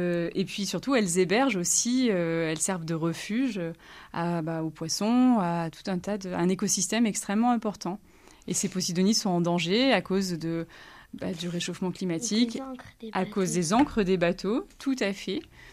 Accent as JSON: {"language": "French", "town": "Grenoble", "region": "Auvergne-Rhône-Alpes", "country": "France", "said": "moi je ne suis pas originaire d'ici, je suis grenobloise"}